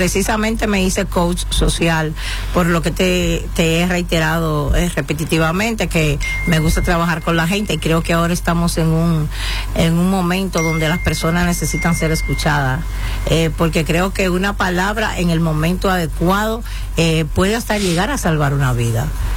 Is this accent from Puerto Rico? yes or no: no; Santo Domingo, Dominican Republic; moved away as an adult; now in Madrid, Spain; empecé a dedicarme a lo que me dedicaba en Santo Domingo